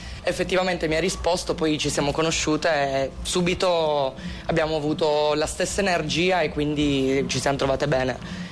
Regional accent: Piedmont, Italy; Io sono della Val di Susa.

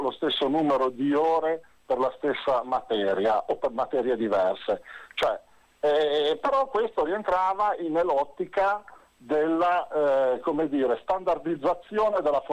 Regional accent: Sanremo, Liguria, Italy; io sono di Sanremo, Imperia

